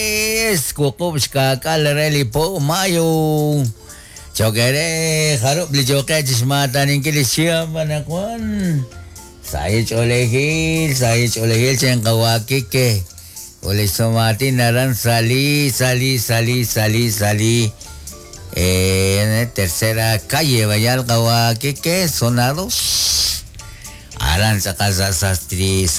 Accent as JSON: {"language": "Spanish", "country": "Guatemala", "said": "la música que nos identifica como guatemalteco chapín."}